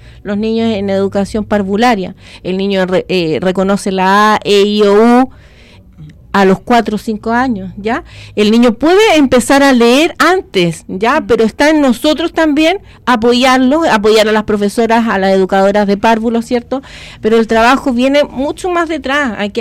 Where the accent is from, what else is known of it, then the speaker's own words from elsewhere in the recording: San Vicente, O'Higgins, Chile; moved away as an adult; also born or lived in Temuco; soy de San Vicente, pero mi recorrido fue en el sur, en Temuco. Y aquí volví nuevamente porque la tierra tira, me dijo un profesor, la tierra tira, y llegué hace 2 años